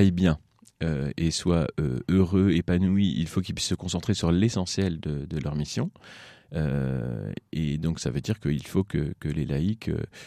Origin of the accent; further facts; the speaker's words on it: Bonnétable, Pays de la Loire, France; Je suis originaire de la paroisse de Bonnétable.